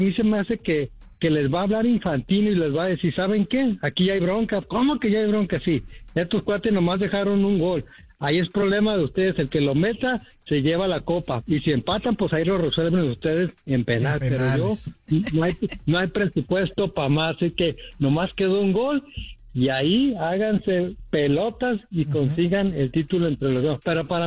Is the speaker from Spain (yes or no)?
no; Mexico; y como mexicano se los digo, lo que vivió México en el Mundial solo es parte de una mentira más